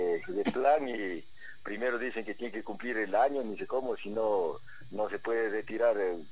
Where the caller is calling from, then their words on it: Ecuador; a los ecuatorianos nos tienen sumidos aquí